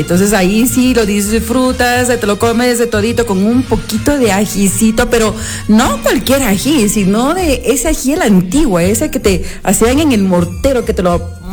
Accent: Ambato, Tungurahua, Ecuador; No, soy de Ambato.

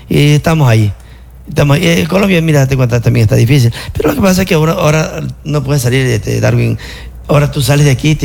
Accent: Santo Domingo, Santo Domingo de los Tsáchilas, Ecuador; muchos empresarios de Santo Domingo tenemos que hacer eso

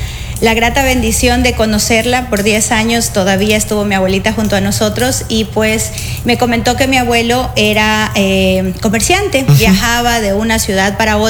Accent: Santo Domingo, Santo Domingo de los Tsáchilas, Ecuador; mi papá no es de aquí, mi papá es de La Tacunga y él se quedó aquí.

